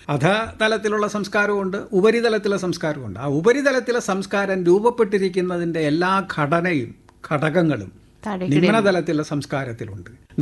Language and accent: Malayalam; Kerala, India; അത്തരം ഒരു സംഘത്തിൽ മലയാളി എന്ന നിലയിൽ ഞാൻ ഉൾപ്പെട്ട് നിൽക്കുകയാണ്.